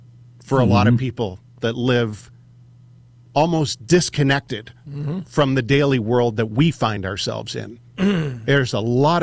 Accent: Canada; we're all from Canada, the three of us on this show right now.

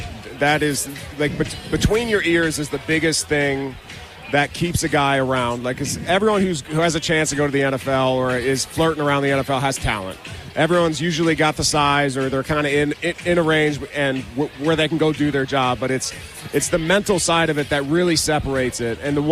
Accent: Maryland, United States; I'm from Maryland originally.

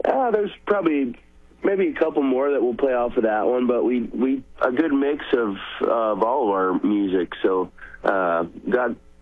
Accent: San Antonio, Texas, United States; now in Granbury, United States; I grew up in San Antonio, Texas. I'm currently living in Granbury, which is just south of Fort Worth up in North Texas.

